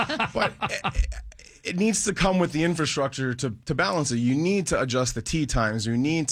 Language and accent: English; Wilmington, Massachusetts, United States; I'm from Wilmington, actually.